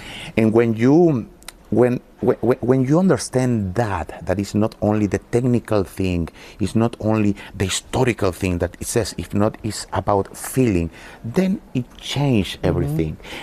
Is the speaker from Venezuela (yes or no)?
yes; Barquisimeto, Lara, Venezuela; in my hometown, Barquisimeto.